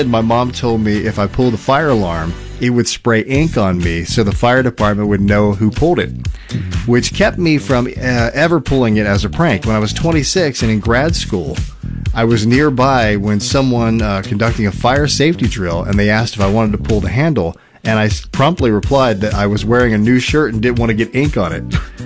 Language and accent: English; the South, United States; In my hometown, there was an old fruit canning factory, and I lived in the South, so with our accents, it was always called the Cannon Factory.